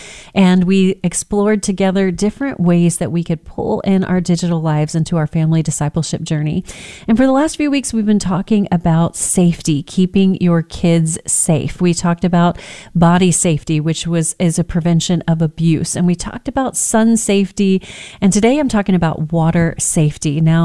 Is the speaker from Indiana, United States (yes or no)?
no; Texas, United States; I grew up on the Texas Gulf Coast.